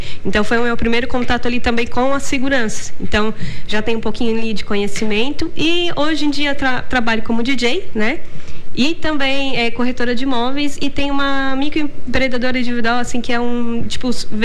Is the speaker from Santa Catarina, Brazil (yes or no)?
yes; Gravatal, Santa Catarina, Brazil; also born or lived in Braço do Norte; eu nasci em Braço Norte, né? Sou filha da Giovana, né? Neta do Dalmo, conhecido lá em Gravatal, em Termas. Eu estudei a minha vida inteira ali, em Termas também.